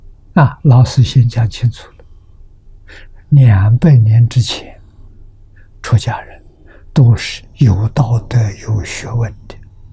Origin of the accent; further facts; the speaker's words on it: China; 那我们中国人把自己传统的文化不要了